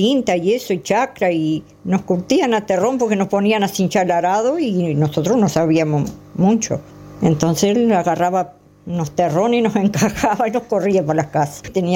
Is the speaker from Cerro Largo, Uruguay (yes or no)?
yes; Quebracho, Cerro Largo, Uruguay; now in Fraile Muerto, Uruguay; No, en Quebracho, en la zona de Quebracho. Éramos como 12 hermanos, familia humilde